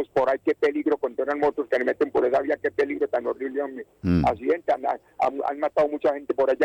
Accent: Medellín, Antioquia, Colombia; yo toda la vida he sido por ahí de los lados de Manrique, donde quedaba la Niágara.

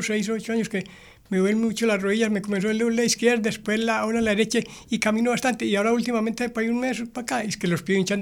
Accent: Don Matías, Antioquia, Colombia; Vengo de la Don Matías.

